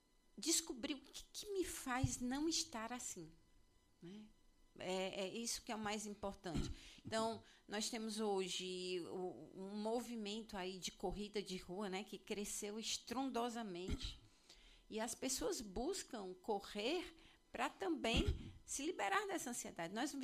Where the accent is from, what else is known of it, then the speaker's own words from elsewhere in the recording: Fortaleza, Ceará, Brazil; born there; also born or lived in São Paulo; eu morava ali em Messejana na minha adolescência. E era fantástico. Eu vim, nasci em São Paulo, lá a gente não tinha esse hábito. Quando eu cheguei e vim morar aqui em Fortaleza